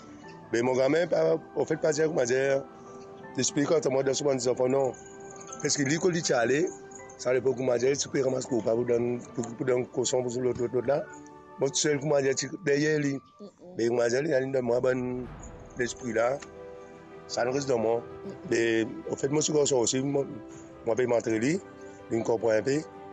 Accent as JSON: {"language": "French", "region": "Rodrigues", "country": "Mauritius", "said": "je viens de famille, je viens de Rodrigue, je téléphone"}